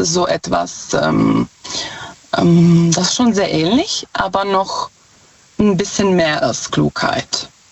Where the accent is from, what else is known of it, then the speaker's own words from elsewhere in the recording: Czechia; German is a second language; Ich komme ursprünglich aus Tschechien.